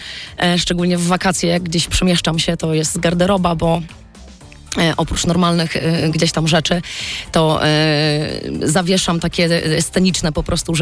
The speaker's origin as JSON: {"language": "Polish", "town": "Kutno", "region": "Łódź Voivodeship", "country": "Poland", "tie": "born or raised there", "also_born_or_lived": "Katowice / Warsaw", "moved": "as an adult", "lives_now": "near Teresin, Poland", "said": "Ja pochodzę z Kutna"}